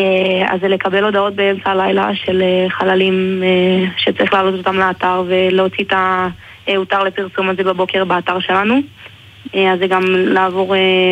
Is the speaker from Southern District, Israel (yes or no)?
yes; Arad, Southern District, Israel; אני בעיקרון מערד ואביטל ממחולה. אז בערך כל הארץ מפרידה בינינו